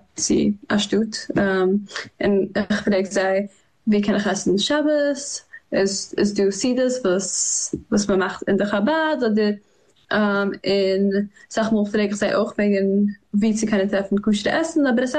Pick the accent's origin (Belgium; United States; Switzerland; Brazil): United States; New York; German is a second language; was ich bin aufgewachsen in New York. Es fühlt sich so groß, wie man dort, aber es ist echt so klein, wenn man geht raus in der Welt, und es fühlt sich, ich bin der Einzige, was redet Jiddisch